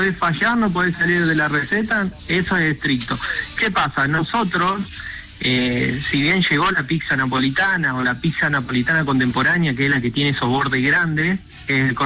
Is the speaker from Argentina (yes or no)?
yes; Argentina; como somos los argentinos